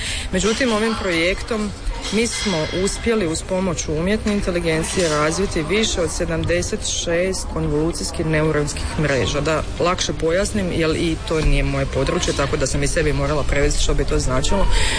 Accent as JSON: {"language": "Croatian", "region": "Amazon", "country": "Brazil", "said": "Pozdrav svima … ja dolazim iz Brazila, iz brazilske Amazonije."}